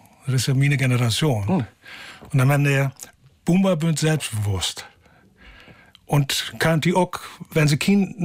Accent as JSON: {"language": "German", "town": "Altharen", "region": "Lower Saxony", "country": "Germany", "tie": "born or raised there", "said": "in Ollenhaam bin ich aufgewachsen."}